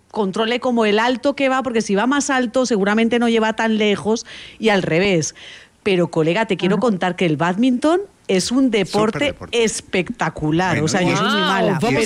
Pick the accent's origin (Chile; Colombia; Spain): Spain; Entonces yo que vengo de clase media de España, nosotros teníamos raquetas de bádminton y jugábamos en el jardín.